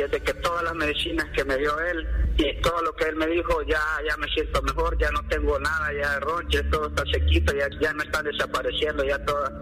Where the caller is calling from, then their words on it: San Salvador, El Salvador; De aquí, de San Salvador.